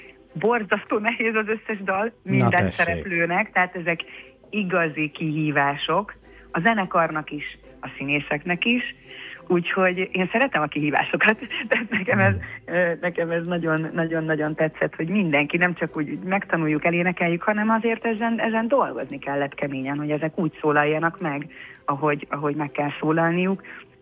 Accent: Debrecen, Hajdú-Bihar, Hungary; Debrecenben, a szülővárosomban

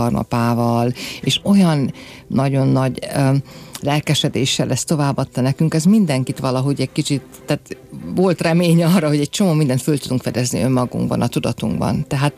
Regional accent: Oradea, Bihor, Romania; now in Budapest, Hungary; én Erdélyből származott, nagyváradi lány vagyok

